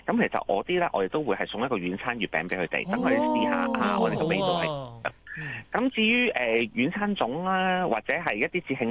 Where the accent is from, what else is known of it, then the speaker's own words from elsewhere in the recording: China; 其實我哋中國人咧，即係正所謂民以食為天啦